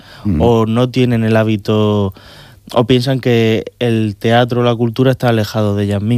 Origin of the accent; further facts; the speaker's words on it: Jumilla, Region of Murcia, Spain; la Concejalía de Igualdad de Jumilla, que es mi pueblo